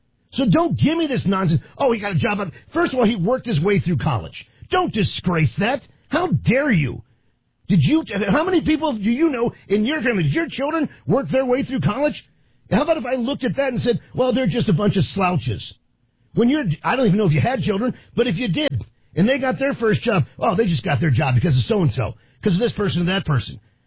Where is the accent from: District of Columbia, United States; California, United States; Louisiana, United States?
District of Columbia, United States; Washington; I grew up and worked in Washington, D.C. until I was 35 years old.